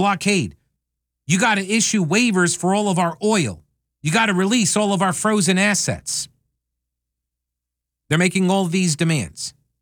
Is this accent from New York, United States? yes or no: yes; New York, United States; So I grew up in New York. I remember this guy all over the news all the time.